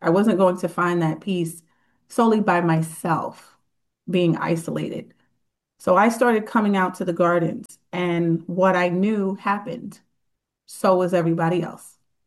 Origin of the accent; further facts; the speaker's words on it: New York City, New York, United States; I am born and raised in New York City, and I'm often disheartened when people refer to my city as a concrete jungle.